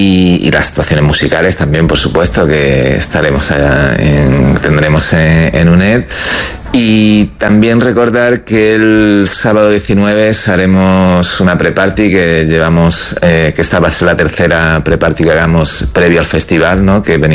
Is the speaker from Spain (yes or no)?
yes; Melilla, Spain; que refleja un poco lo que somos los melillenses.